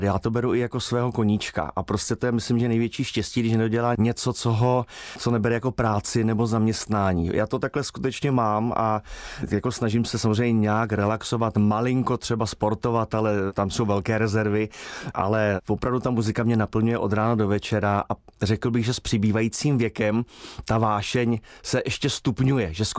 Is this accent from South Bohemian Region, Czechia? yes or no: yes; South Bohemian Region, Czechia; je to jakási podsta mému rodnému kraji, protože má podtitul Šumavská